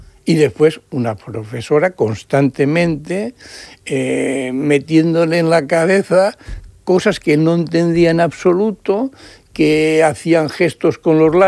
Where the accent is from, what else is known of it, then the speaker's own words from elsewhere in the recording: Valencia, Valencian Community, Spain; born there; Yo tengo infraestructura en Valencia porque soy de Valencia. Bueno, nacido allí, pero...